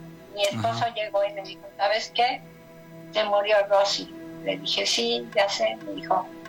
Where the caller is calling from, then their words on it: Tlalnepantla, State of Mexico, Mexico; De Tlanepantla.